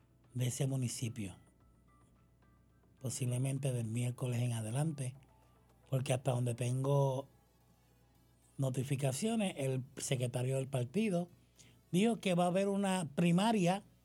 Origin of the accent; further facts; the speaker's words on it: Bayamón, Puerto Rico; also born or lived in Cataño; mi pueblo natal, nací y criado de Bayamón, pero tuve experiencias maravillosas en Cataño